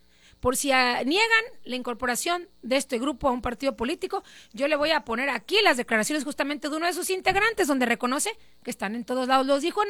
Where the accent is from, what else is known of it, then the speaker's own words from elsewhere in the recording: Sonora, Mexico; Me pregunta usted como sonorense